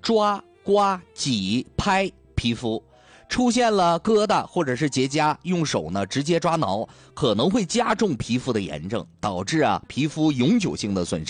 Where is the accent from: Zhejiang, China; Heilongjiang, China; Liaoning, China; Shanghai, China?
Heilongjiang, China; 作为一个土生土长的黑龙江人啊，吃着五常大米长大的孩子